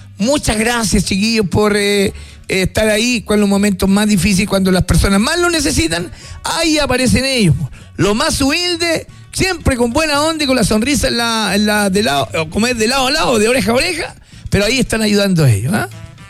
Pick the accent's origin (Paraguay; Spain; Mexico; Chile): Chile; solidarios como somos los chilenos